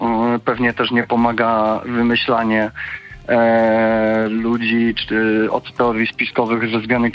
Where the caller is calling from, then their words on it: Tychy, Silesian Voivodeship, Poland; Ja mieszkam w Tychach.